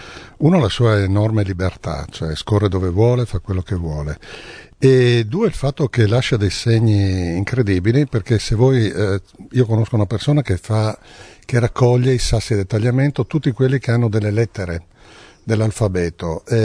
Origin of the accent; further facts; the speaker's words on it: Valvasone, Friuli-Venezia Giulia, Italy; è il fiume in cui ho nuotato da bambino. Io sono nato a Valvasone, ho giocato nei posti che sono stati descritti da Hemingway in Addio le armi